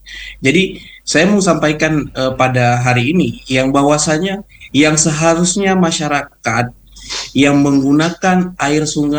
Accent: Langkahan District, Aceh, Indonesia; saya seperti asal dari Kecamatan Langkahan

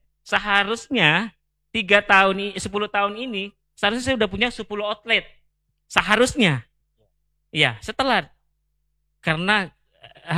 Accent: Pontianak, West Kalimantan, Indonesia; Kita memang orang asli Kota Pontianak. Jadi Ayam Crispy Bungsu itu memang lokal orang Pontianak, bukan orang luar Pontianak.

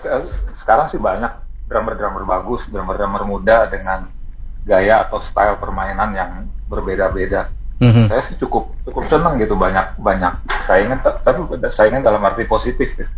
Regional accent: Ambon, Maluku, Indonesia; now in Bogor, Indonesia; Saya tuh orang Ambon, tapi tinggal di Bogor, jadi ngomongnya Sunda.

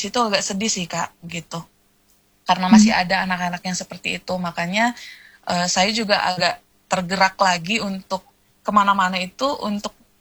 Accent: North Sumatra, Indonesia; moved away as an adult; Iya, aku dari Sumut, tapi memang penempatan di Kaltim itu sejak 2021 kesini Kak.

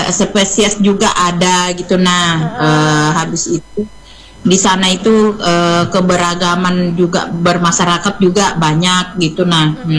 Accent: South Sulawesi, Indonesia; kami juga orang Bugis juga kemana-mana gitu nah. Kemana-mana juga merantau.

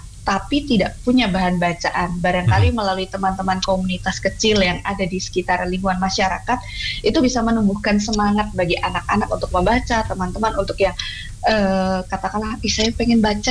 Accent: Java, Indonesia; first language Javanese; Indonesian is a second language; moved away; Saya sebagai orang Jawa ya

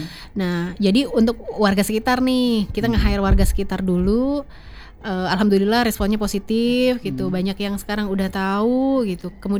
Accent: Jakarta, Indonesia; Aku asli dari Rorotan.

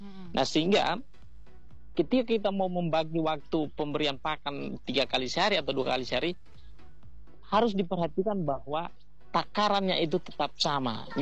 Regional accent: Indonesia

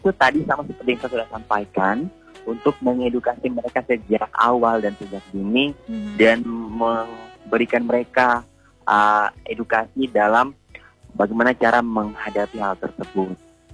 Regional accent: South Papua, Indonesia

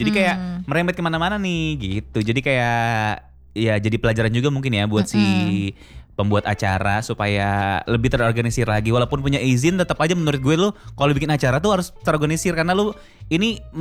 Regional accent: Bekasi, West Java, Indonesia; selalu gue orang Bekasi.

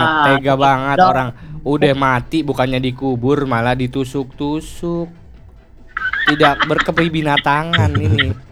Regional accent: Java, Indonesia; Kita orang Jawa, mata kita bulat gede.

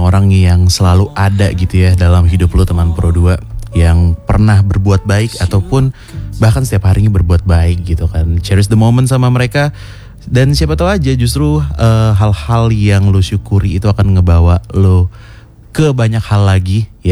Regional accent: Indonesia; gue bisa lahir besar tinggal di Indonesia

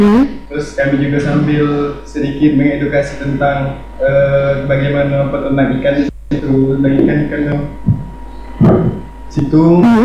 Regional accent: Danau Teluk, Jambi, Indonesia; kami ingin memperkenalkan kampung halaman kami itu di Danau Teluk itu.

